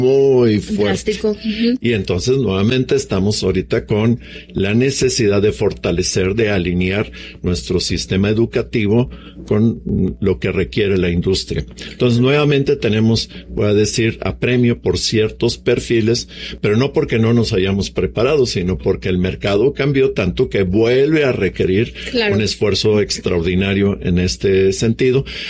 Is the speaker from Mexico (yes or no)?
yes; Mexico; El 98% somos mexicanos.